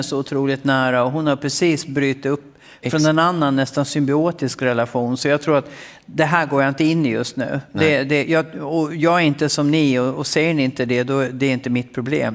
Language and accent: Swedish; Gotland, Sweden; accent: Gotlandic; som egentligen inte jag pratar utan jag pratar vanlig gotländska, då bröt det igenom och jag bara började gråta och längta hem.